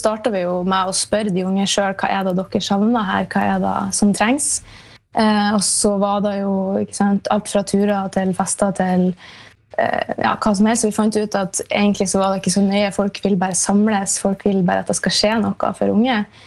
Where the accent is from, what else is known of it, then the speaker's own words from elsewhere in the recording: Meløy, Nordland, Norway; also born or lived in Mo i Rana; Og så fant jeg ut at det er jo hjemplassen min jeg vil være.